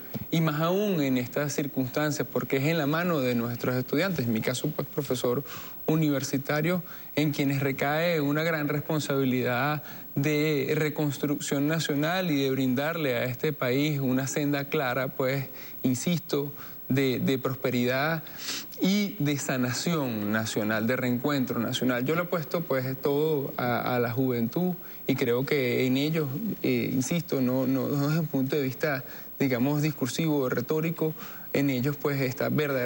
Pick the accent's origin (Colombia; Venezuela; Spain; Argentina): Venezuela; no nos debemos limitar como venezolanos